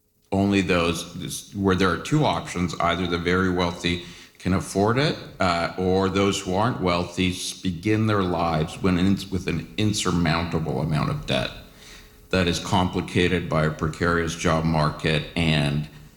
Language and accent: English; Canada; moved away as an adult; now in United States; I'm a Canadian scholar who's in the U.S.